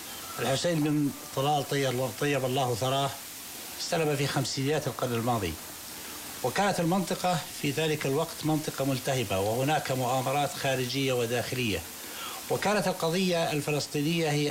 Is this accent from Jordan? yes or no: yes; Jordan; نحن كأردنيين